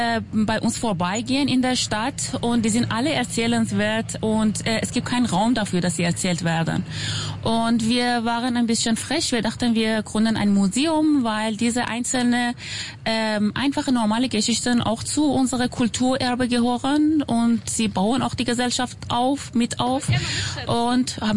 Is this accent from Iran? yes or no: yes; Iran; German is a second language; moved away as an adult; now in Berlin, Germany; Ich komme selbst aus dem Iran. Ich bin seit fast 15 Jahren in Deutschland.